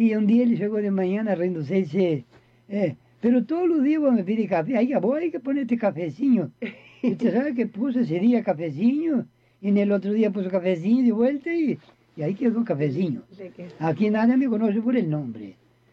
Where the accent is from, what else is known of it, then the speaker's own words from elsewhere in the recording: Rio Grande do Sul, Brazil; somos gaúchos. Claro. Somos de Río Grande del Sur.